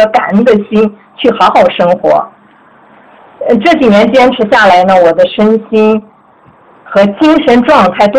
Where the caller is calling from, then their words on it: Taiyuan, Shanxi, China; 我是来自山西太原的一名老学员吧。